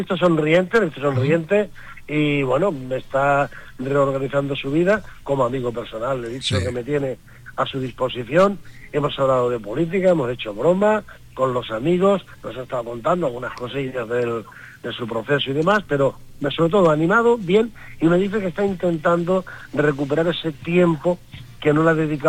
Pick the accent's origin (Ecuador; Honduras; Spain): Spain; Villanueva de la Serena, Extremadura; Estoy en mi tierra natal, estoy en mi pueblo, en Villanueva de la Serena.